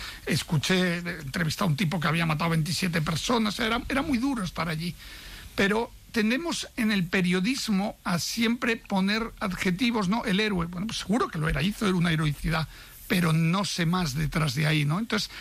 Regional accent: Italy; Yo soy también italiano, mi mujer es italiana

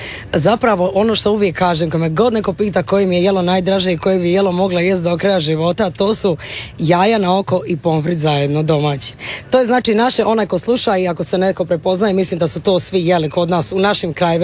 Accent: Sinj, Split-Dalmatia County, Croatia; ja sam iz Sinja, tako da kod nas je opće poznato da mi volimo dobro jest

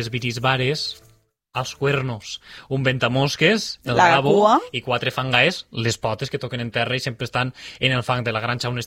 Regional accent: Betxí, Valencian Community, Spain; En Betxí també, el que passa, que com és el meu poble

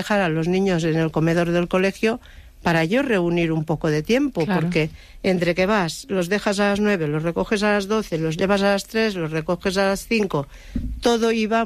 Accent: Lleida, Catalonia, Spain

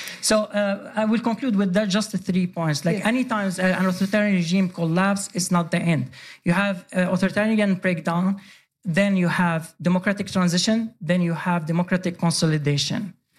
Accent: Sweden; born or raised there

